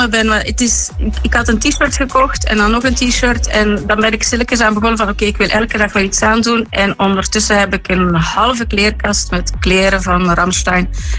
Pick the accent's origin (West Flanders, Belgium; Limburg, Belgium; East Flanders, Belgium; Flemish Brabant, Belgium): Flemish Brabant, Belgium; Leuven; Ik ben wel niet uit Aalst, ik ben uit Leuven.